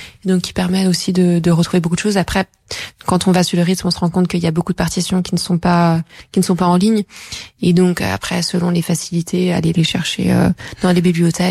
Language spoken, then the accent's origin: French; Paris, Île-de-France, France; Non, moi je suis née à Paris, j'ai grandi à Paris, mais ma famille maternelle est originaire de cette région, donc j'y ai passé beaucoup de temps.